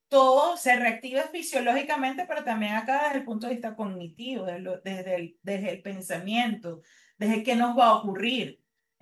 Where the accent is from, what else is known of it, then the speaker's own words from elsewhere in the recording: Venezuela; esto es no solamente para nosotros como los venezolanos